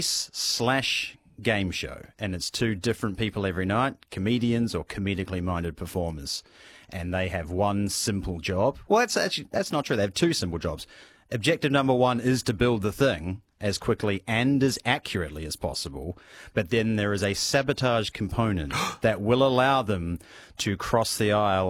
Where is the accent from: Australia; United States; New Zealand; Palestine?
New Zealand; moved away as an adult; You know, I'm from New Zealand originally, and New Zealand, up until I think maybe 6 months ago, didn't have an IKEA. So I didn't grow up with IKEA being the sort of cultural staple that it is.